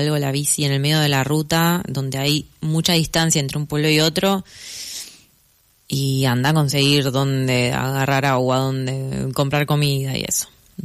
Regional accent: Argentina; si me preguntan de dónde soy, ahí digo, como que soy de Buenos Aires. Pero bueno, también como ya hace unos meses que estoy viajando y ya estuve por varios lados

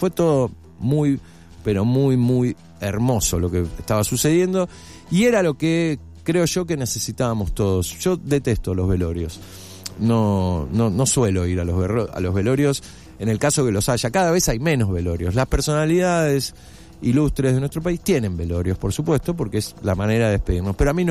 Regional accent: Argentina; como sociedad y como argentinos

